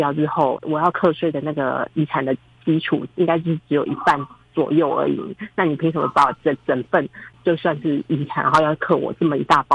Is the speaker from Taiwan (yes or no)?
yes; Taiwan; 因为我们台湾人这几年社会变动实在非常快